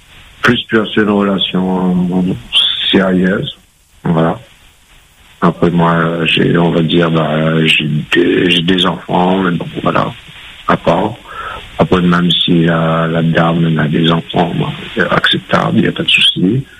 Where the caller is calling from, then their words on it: Saint-Joseph, Réunion; J'habite sur Saint-Joseph. Après, j'ai 47 ans.